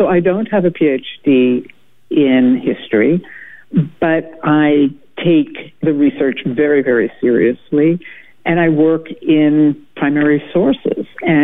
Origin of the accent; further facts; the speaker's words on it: New York City, New York, United States; I actually grew up in New York City, far from the places I write about in Spell of Freedom.